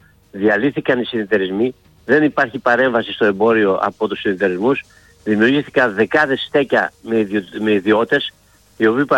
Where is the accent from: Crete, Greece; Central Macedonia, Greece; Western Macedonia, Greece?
Central Macedonia, Greece; Thessaloniki; Μεγάλωσα στην Τούμπα.